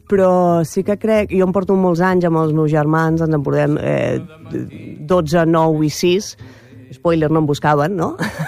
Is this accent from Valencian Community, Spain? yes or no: no; Mataró, Catalonia, Spain; jo soc de Rocafonda també, com el Lamin Jamal